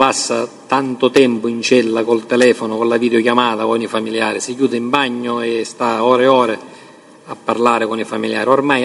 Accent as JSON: {"language": "Italian", "town": "Catania", "region": "Sicily", "country": "Italy", "said": "essendo catanese"}